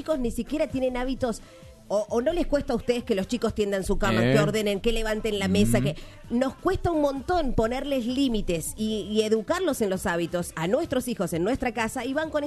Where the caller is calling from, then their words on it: Mar del Plata, Buenos Aires Province, Argentina; de Mar del Plata.